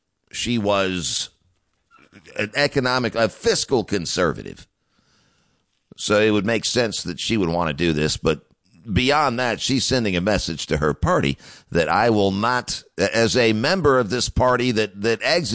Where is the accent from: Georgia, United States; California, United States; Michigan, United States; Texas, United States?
Georgia, United States; Atlanta; My parents sent me to the best private school in the South when I was growing up in Atlanta.